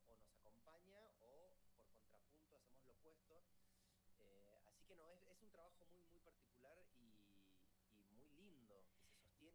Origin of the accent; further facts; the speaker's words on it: Mendoza, Argentina; yo soy mendocino y en Mendoza hay muchos monumentos de Mafalda.